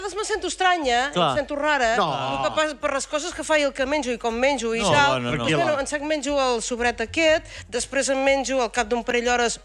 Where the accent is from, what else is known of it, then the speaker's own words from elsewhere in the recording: Riudoms, Catalonia, Spain; Jo sóc de Riudoms.